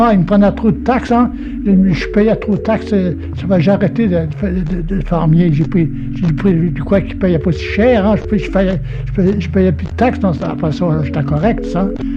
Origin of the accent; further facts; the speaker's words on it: Saint-Jean-Port-Joli, Quebec, Canada; born there; now in Sainte-Rose, Canada; Saint-Jean-Port-Joli, province du Québec.